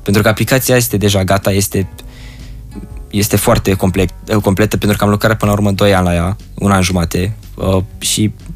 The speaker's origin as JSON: {"language": "Romanian", "town": "Timișoara", "region": "Timiș County", "country": "Romania", "said": "eu sunt din Timișoara și tatăl meu"}